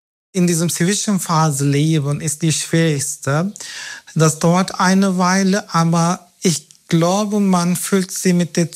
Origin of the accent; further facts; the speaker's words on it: Turkey; German is a second language; now in Germany; Viele meiner Freunde wohnen auch nicht mehr in meinem Heimatstadt, wenn ich dahin gehe.